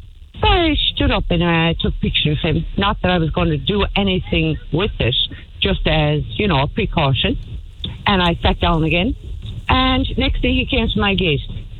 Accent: Munster, Ireland; accent: Kerry; I have all my Kerry accent out today.

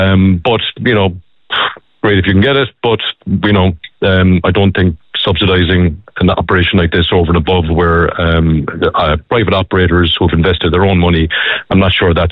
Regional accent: Cork, Munster, Ireland; I'm from Cork, Clare, as you can probably hear.

